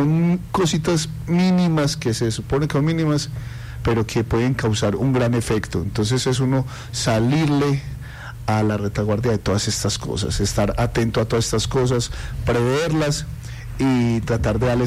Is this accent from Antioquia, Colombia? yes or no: yes; Guarne, Antioquia, Colombia; nosotros somos de Guarne, somos hijos de comerciantes de guarneños